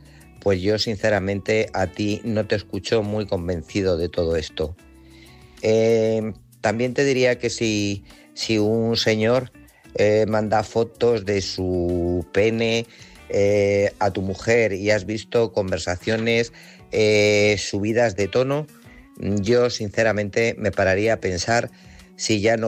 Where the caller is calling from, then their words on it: Guadalajara, Castilla-La Mancha, Spain; de Guadalajara.